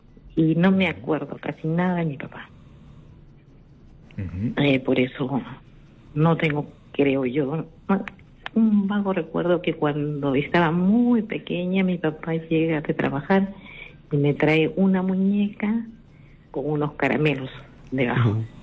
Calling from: Chincha Alta, Ica, Peru; de Chincha.

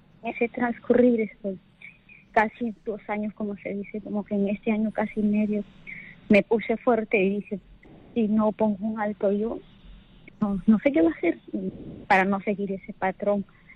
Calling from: Huacho, Lima, Peru; soy de Huacho.

